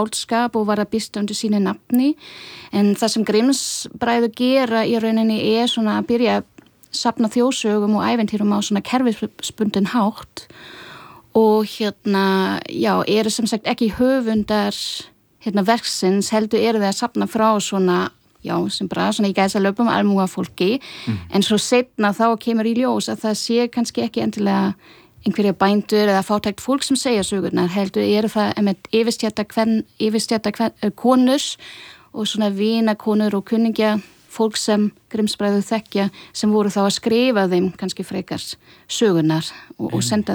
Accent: Germany; Icelandic is a second language; now in Iceland; ég er sem sagt frá Þýskalandi og ég las náttúrulega ólst upp með Grimms ævintýri

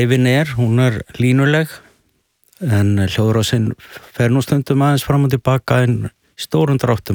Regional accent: Helsinki, Uusimaa, Finland; Ég er fæddur í Finnlandi og er svona kaldastríðsbarn.

